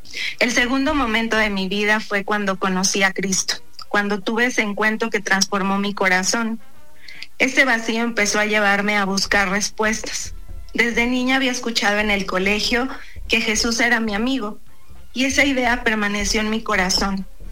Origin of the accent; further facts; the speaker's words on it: Puebla, Mexico; soy de Puebla, México